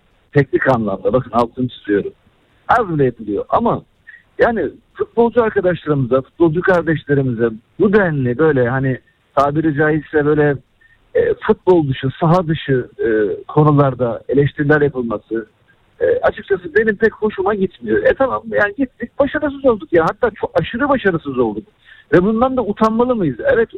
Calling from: Istanbul, Turkey; İstanbul'dan arıyorum sizi.

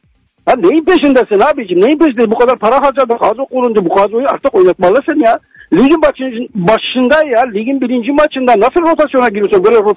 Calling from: Izmir, İzmir, Turkey; İzmir'den arıyorum.

